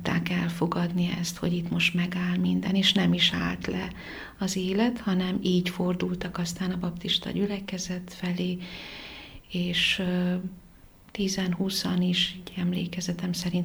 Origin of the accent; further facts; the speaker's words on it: Zalău, Sălaj, Romania; abban a városban, ahol születtem és gyerekkoromat is töltöttem, Zilahon